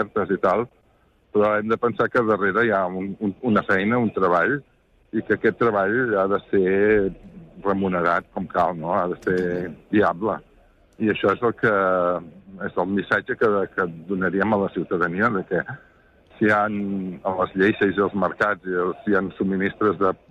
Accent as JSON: {"language": "Catalan", "region": "Catalonia", "country": "Spain", "said": "soc del Penedès i bàsicament tinc vinyes"}